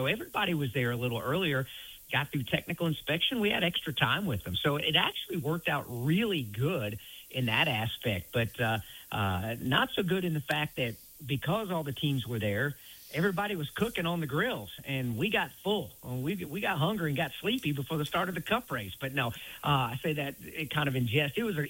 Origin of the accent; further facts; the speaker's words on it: Indiana, United States; moved away; also born or lived in North Carolina; I grew up in Indiana around the Indianapolis Motor Speedway